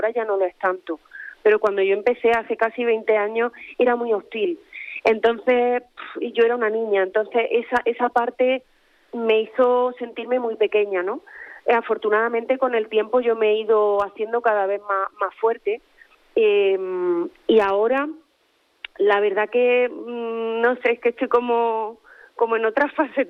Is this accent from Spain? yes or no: yes; Andalusia, Spain; siendo andaluz y viviendo aquí en la provincia de Cádiz